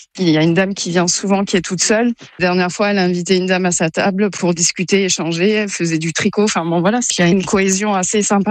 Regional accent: Provence-Alpes-Côte d'Azur, France; Sur l'ouverture d'un bar à chat qui a eu à Saint-Raphaël, puisque nous venons du Var, on a quitté justement tout pour le projet

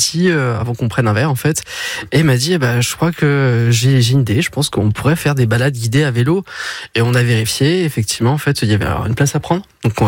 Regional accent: Perpignan, Occitanie, France; moved away; moi, je viens de Perpignan, j'ai vécu dans d'autres villes.

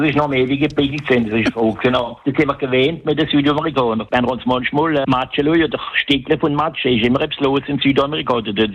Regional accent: Egypt; Ich bin Ägypter.

